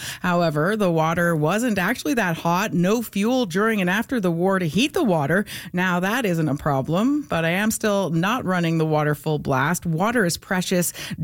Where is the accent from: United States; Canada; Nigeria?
Canada; Montreal, Quebec; growing up in Montreal, even some of our apartments only had a hot water faucet and a cold water faucet.